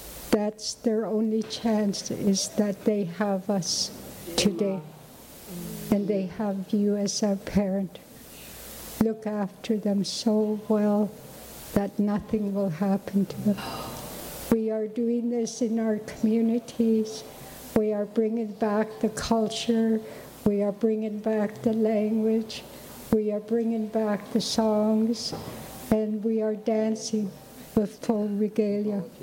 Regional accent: Yukon, Canada; In the Yukon, we're a matrilineal society

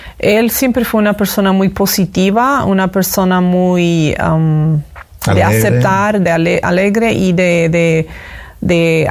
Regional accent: Paraguay; Nací en Paraguay, me crié en Paraguay y soy de una familia de descendiente canadiense, europea.

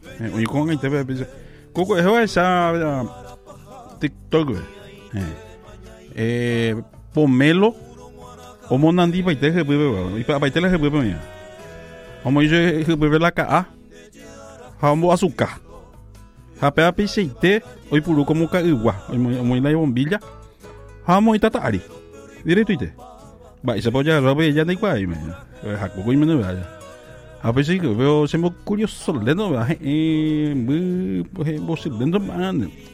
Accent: Paraguay; paraguayo, soy paraguayo, de higa allá.

